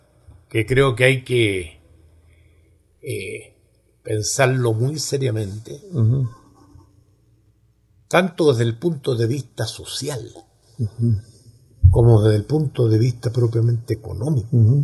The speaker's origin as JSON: {"language": "Spanish", "country": "Chile"}